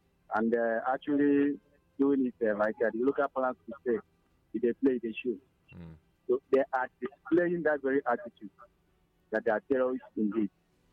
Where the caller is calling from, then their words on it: Abuja, Federal Capital Territory, Nigeria; I'm calling from Abuja.